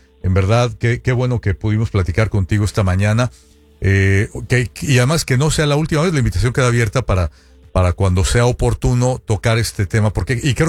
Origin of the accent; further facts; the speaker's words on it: Sonora, Mexico; moved away; yo que soy de Sonora y que ahí, de ahí es mi credencial para poder votar desde acá.